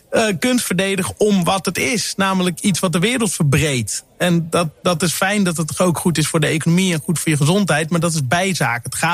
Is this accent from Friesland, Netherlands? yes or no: yes; Sneek, Friesland, Netherlands; Ik groeide op in Sneek, hè.